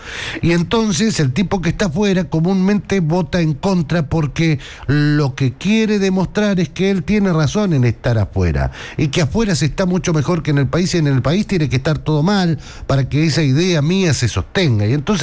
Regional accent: Argentina

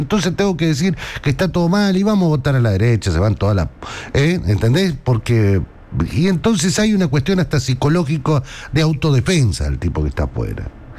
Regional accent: Argentina

